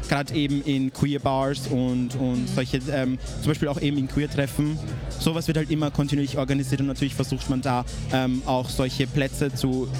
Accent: Lower Austria, Austria; Tatsächlich bin ich eher noch gemeldet in Niederösterreich

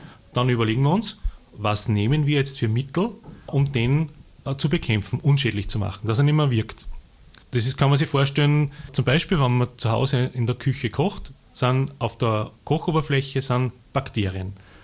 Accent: Upper Austria, Austria; Und dann, nachdem ich aus Oberösterreich bin, wollte ich von Graz natürlich nach Oberösterreich. Und dann war in Oberösterreich in Hörschingen eine Stelle frei. Da habe ich mich dann beworben. Und dann bin ich von Graz nach Oberösterreich gekommen

